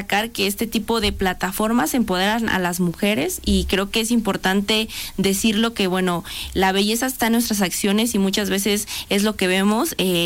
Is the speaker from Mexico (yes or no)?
yes; Huajuapan de León, Oaxaca, Mexico; obtener este título como guajuapeña, como sí, oaxaqueña, y por supuesto como mujer mixteca